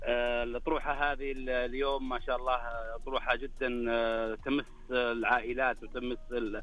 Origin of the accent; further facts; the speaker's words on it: Al-Qassim, Saudi Arabia; كانت في ديرتنا بالقصيم